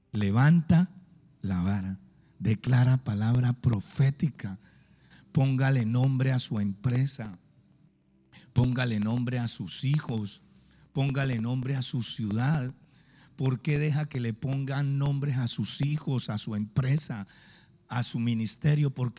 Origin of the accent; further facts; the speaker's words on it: Guaymaral, Bogotá, Colombia; Yo vivía en Comuneros. Yo me crié en Guaymaral. Viví 39 años en Guaymaral. Y llevaba más de 20 en Comuneros.